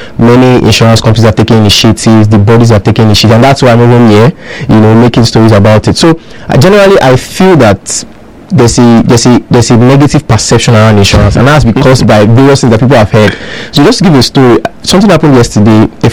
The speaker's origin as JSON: {"language": "English", "country": "Nigeria", "said": "I'm also a Nigerian."}